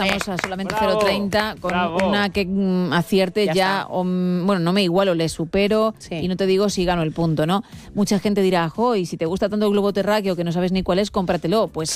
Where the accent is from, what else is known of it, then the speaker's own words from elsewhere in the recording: Madrid, Community of Madrid, Spain; born there; No, nací en Madrid.